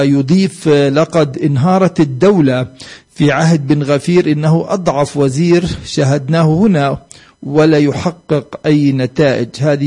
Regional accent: West Bank, Palestine; عندنا في الضفة الغربية

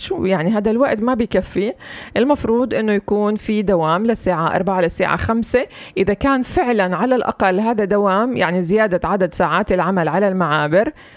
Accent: Palestine; إحنا كفلسطينيين

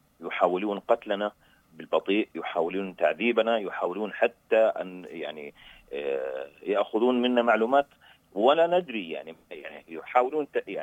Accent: Gaza Strip, Palestine; أنقذوا ما تبقى من سكان قطاع غزة، لأننا نموت يوميا

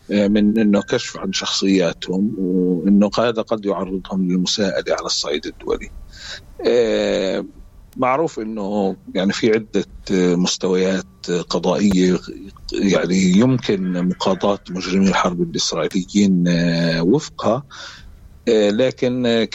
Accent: Palestine; هناك مسؤولية كبيرة علينا كفلسطينيين

